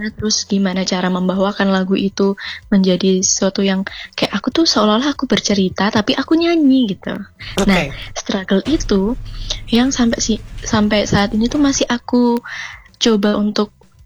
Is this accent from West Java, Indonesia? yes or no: no; Madiun, East Java, Indonesia; born or raised there; moved away as an adult; now in Malang, Indonesia